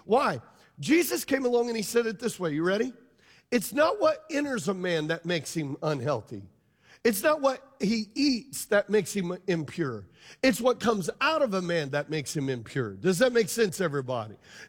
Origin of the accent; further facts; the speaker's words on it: Louisiana, United States; I'm Louisiana Cajun, man.